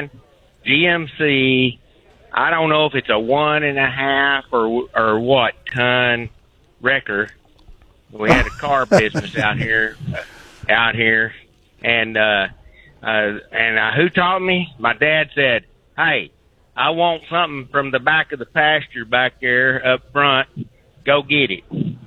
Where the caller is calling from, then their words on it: Texas, United States; I'm in West Texas, somewhere between Fort Worth and Abilene, Texas.